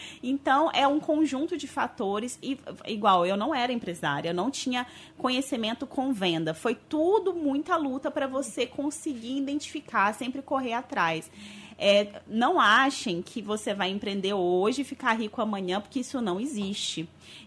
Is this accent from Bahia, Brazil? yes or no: no; Minas Gerais, Brazil; eu sou de Minas Gerais